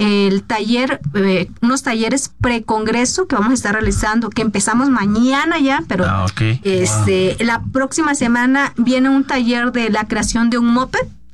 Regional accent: Veracruz, Mexico; porque soy de Veracruz

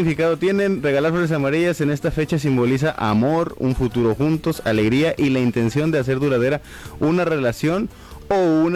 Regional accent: Mexico

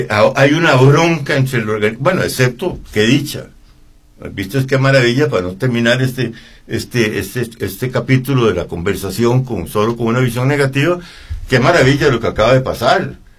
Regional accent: Costa Rica

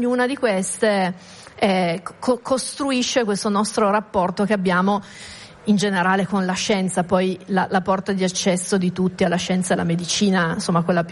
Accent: Turin, Piedmont, Italy; Tra l'altro io sono di Torino e Stamina nasce a Torino da Vannoni.

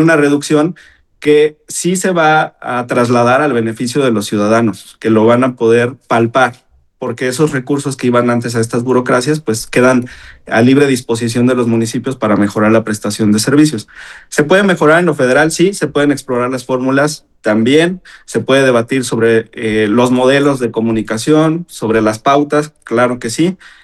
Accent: Jalisco, Mexico; yo soy de Jalisco.

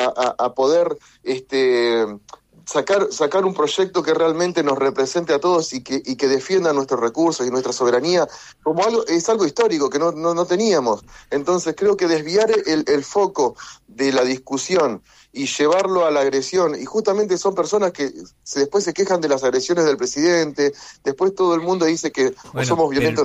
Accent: Argentina; un tema tan importante que debería unirnos como argentinos

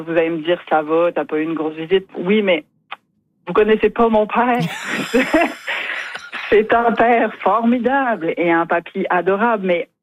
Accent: France; now in Carleton-sur-Mer, Canada; vous l'entendez dans mon accent, je ne suis pas forcément d'ici. Je suis, oui, habitante à Carleton-sur-Mer, mais je suis néo-gaspésienne. Et donc, ma famille, quand elle débarque de France, là, pour me voir, c'est difficile de dire non.

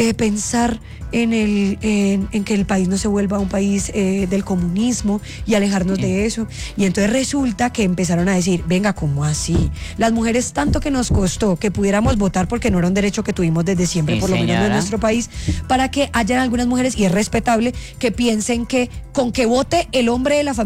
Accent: Colombia

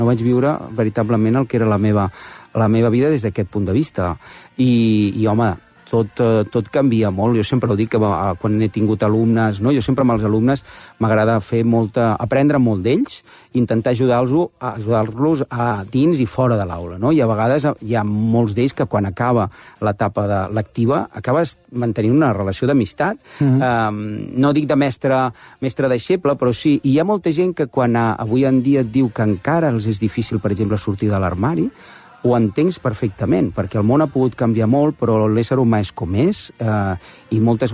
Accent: Barcelona, Catalonia, Spain; jo sempre dic que sóc del Poblenou abans de que fos guai

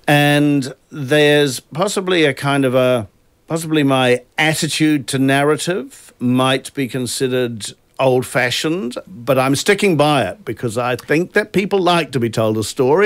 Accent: New Zealand; born or raised there

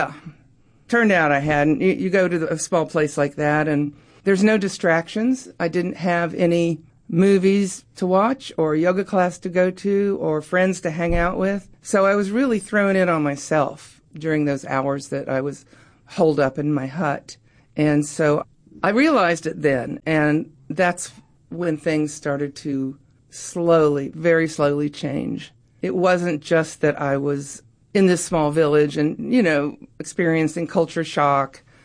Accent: Oak Ridge, Tennessee, United States; the geography part comes from my home where I grew up in East Tennessee. I grew up in Oak Ridge, and then going to Africa

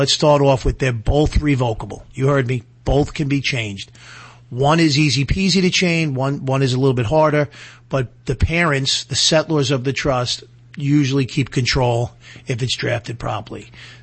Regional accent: New York, United States; but I'm a New Yorker, born and bred in Piqua, went to high school in Massapequa, college at Stony Brook

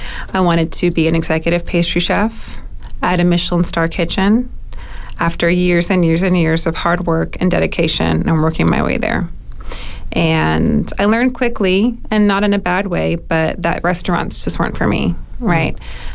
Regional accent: New Orleans, Louisiana, United States; born or raised there

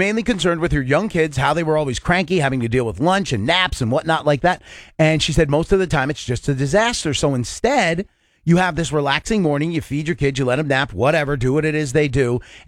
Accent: New York, United States; growing up in New York

